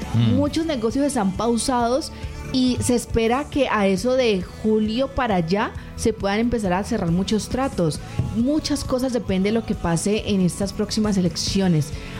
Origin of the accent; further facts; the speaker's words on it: Colombia; logremos estar unidos como colombianos